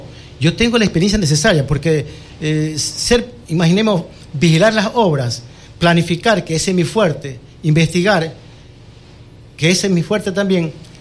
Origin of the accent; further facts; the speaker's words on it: Quevedo, Los Ríos, Ecuador; Primeramente soy de Quevedo, nací en Quevedo, 100% quevedeño.